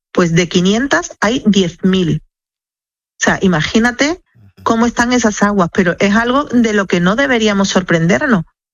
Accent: Ceuta, Spain; los que estamos encerrados y los que estamos controlando nuestros pasos somos los ceutíes.

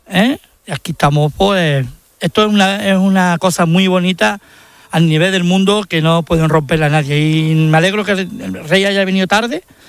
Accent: Spain; Aquí no se trata, aquí somos todos españoles. El que tengamos cada uno una religión no tiene que ver que sea español. Yo soy español, tengo religión musulmana, no pasa nada.

